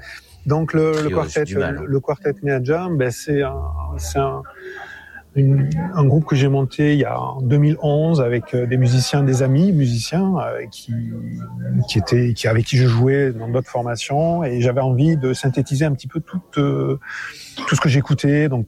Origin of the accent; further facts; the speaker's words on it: Occitanie, France; mon pays d'origine, enfin ma région d'origine, le Lot. Voilà, moi j'ai grandi dans l'Écosse, sur l'Écosse du Lot.